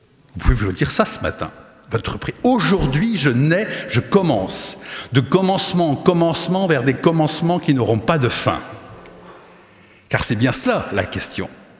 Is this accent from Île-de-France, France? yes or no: no; Nantes, Pays de la Loire, France; Moi, je suis Nantais d'origine.